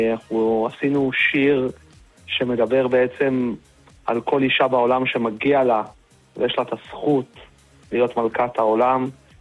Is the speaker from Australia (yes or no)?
no; Iran; אני פרסי, אמנם, אבל...